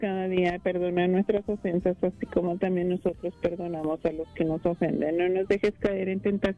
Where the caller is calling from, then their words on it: Denver, Colorado, United States; de la 1340 de Denver, Colorado.